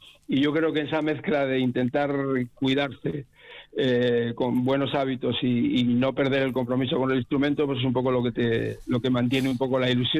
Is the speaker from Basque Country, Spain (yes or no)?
yes; Vitoria-Gasteiz, Basque Country, Spain; moved away; al fin y al cabo es mi tierra.